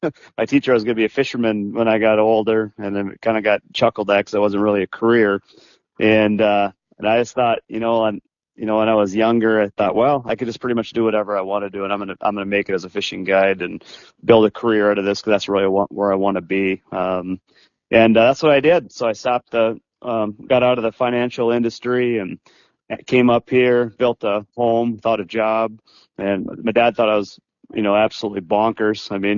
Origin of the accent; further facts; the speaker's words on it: Rochester, Minnesota, United States; and I had bought a lot up here on Rainy Lake, and I was from Rochester again.